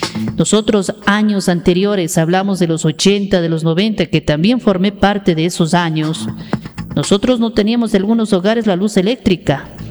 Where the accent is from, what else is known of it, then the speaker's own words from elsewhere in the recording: Ecuador; como ciudadanos, como ecuatorianos